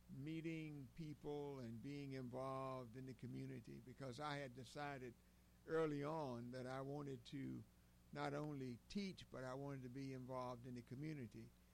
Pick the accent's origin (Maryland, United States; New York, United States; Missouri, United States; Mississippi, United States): Mississippi, United States; Walls; I grew up in Walls, and I had actually two brothers and two sisters that I lived in a household with.